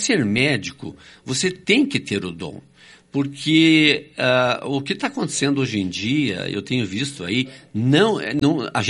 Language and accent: Portuguese; Campo Alegre, Santa Catarina, Brazil; born there; Eu sou nascido em Santa Catarina, numa cidadezinha pequena chamada Campo Alegre. Essa cidade fica do lado de São Bento do Sul.